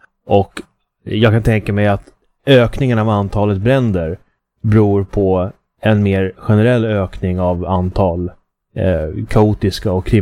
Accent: Uppsala, Uppsala County, Sweden; moved away; Senast jag var på besök hemma i Uppsala

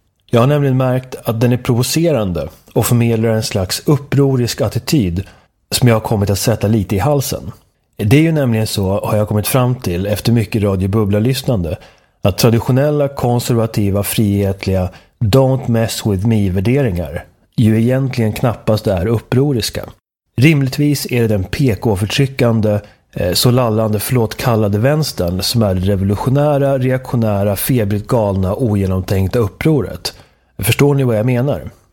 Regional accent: Sweden; moved away as an adult; now in Texas, United States; Under åren hemma i Sverige

